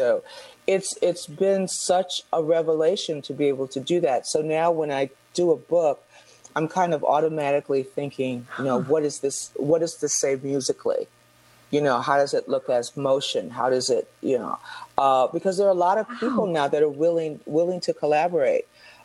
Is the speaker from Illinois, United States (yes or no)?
yes; Chicago, Illinois, United States; I'm from Chicago.